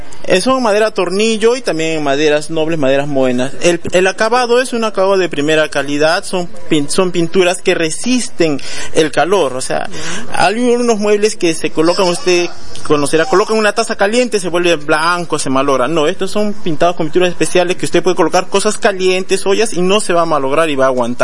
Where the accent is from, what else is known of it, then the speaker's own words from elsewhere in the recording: Tacna, Peru; No, todos somos de Tana.